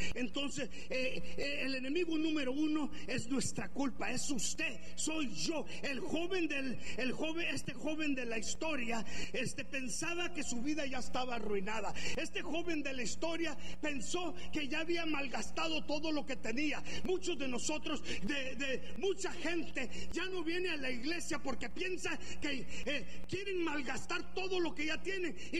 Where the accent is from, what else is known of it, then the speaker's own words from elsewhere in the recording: Honduras; now in Dallas, United States; Si oye una palabra hondureña, es porque ya sabe usted, soy de Honduras.